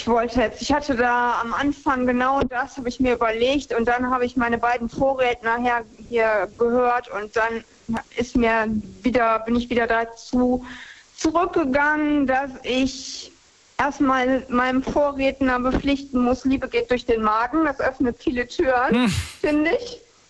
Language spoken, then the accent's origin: German; Germany; moved away; Und ich war auch immer froh, wenn man mich im Ausland niemals als Deutsche identifiziert hat und immer, Amerikanerin oder Holländerin oder irgendwas.